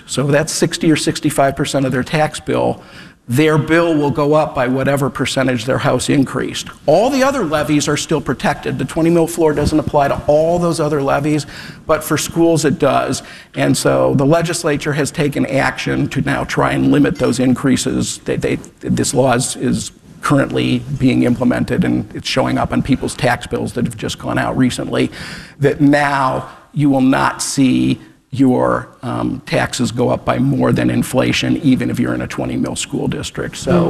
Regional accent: Cleveland Heights, Ohio, United States; born there; So I was born in Cleveland Heights.

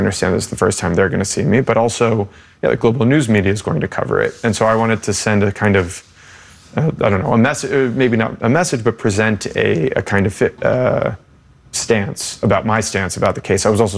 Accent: United States; And I'm an American journalist.

